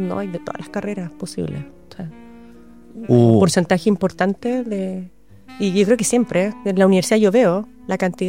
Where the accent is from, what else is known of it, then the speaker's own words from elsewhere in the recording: Viña del Mar, Valparaíso, Chile; O sea, perdón, nací en Viña del Mar. Estuve parte de mi vida en Viña del Mar y después me